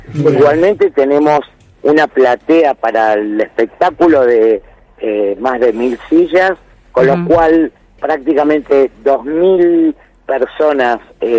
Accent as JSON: {"language": "Spanish", "country": "Argentina", "said": "cómo somos los argentinos y demás"}